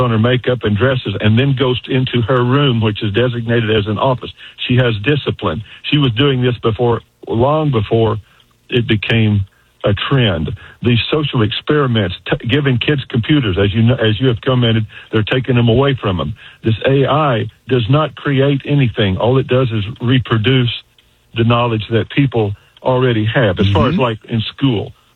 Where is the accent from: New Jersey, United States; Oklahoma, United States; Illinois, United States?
Oklahoma, United States; Bartlesville; born or raised there; now in Tulsa, United States